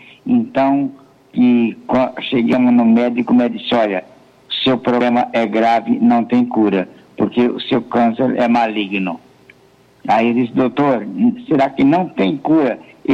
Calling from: Joinville, Santa Catarina, Brazil; Eu falo de Joinville, Santa Catarina

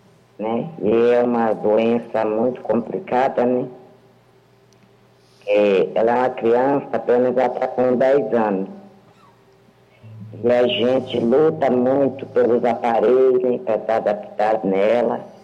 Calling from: Pimenta Bueno, Rondônia, Brazil; Eu sou de Pimenta Bueno, Rondônia.

